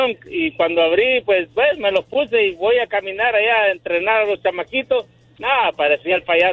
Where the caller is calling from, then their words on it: Round Rock, Texas, United States; vivo en Texas, en el Round Rock.